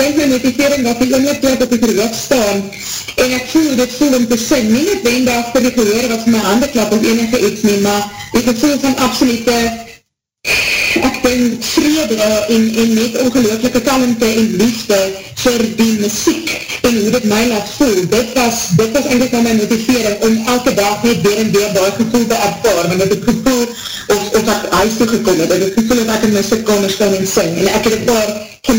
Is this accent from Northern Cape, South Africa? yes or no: no; Springs, Gauteng, South Africa; also born or lived in Delmas; now in Pretoria, South Africa; ek is in Delmas gebore al die baie jare terug en ek het in Springs school gegaan, ek is nog steeds maar een oosrang meisje in my hart met ek poosse, maar ek is bestel in Pretoria.